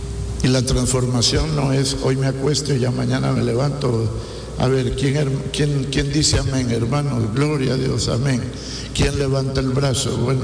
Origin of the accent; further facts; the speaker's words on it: Zacapa, Guatemala; por aquí en mi pueblito, o decían la tranca del piaje, porque ahí en Santa Cruz, ahí en Pasabien